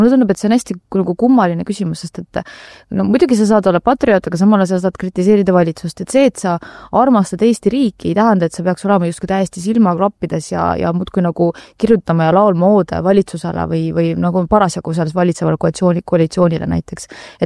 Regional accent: Tallinn, Harju County, Estonia; born or raised there

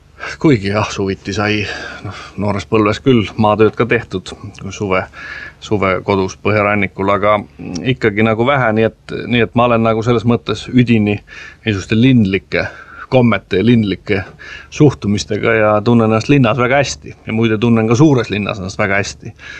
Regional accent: Tallinn, Harju County, Estonia; No minu lapsepõlv möödus Lillekülas, nii et ma olen seal sündinud ja seal siis ka elanud kuni ülikooli minekun ja minu vanemad elasid seal kuni isa surmani 83. aastal, nii et siis ema kolis ka sealt ära, nii et ma olen nagu Lilleküla poiss

